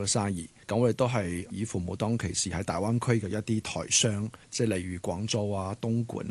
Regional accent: Taiwan; now in Hong Kong; 一開始其實爹哋媽咪都俾咗我好大嘅空間做選擇，留翻喺台灣省或者過嚟香港。咁我自己就希望見識多啲出面嘅機遇啦，所以我就選擇嚟香港。

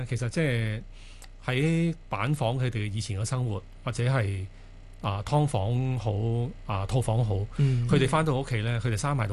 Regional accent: China; 做節我哋中國人更加啦，中秋啊，係咪啊？

